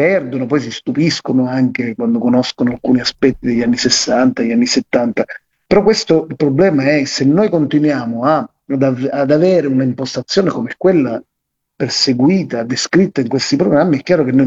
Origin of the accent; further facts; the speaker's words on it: Madrid, Community of Madrid, Spain; Io vengo da Madrid